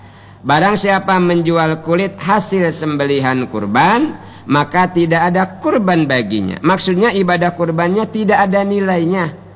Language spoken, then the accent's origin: Indonesian; Bangka Belitung Islands, Indonesia; kalau kata kita orang Bangka